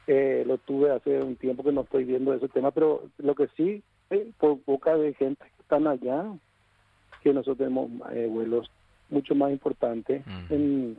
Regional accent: Asunción, Paraguay; moved away as an adult; yo soy de Asunción, estoy acá trabajando.

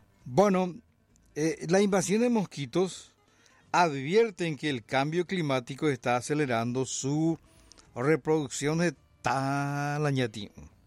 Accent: Paraguay; somos realmente paraguayos, por nuestra manera de hablar

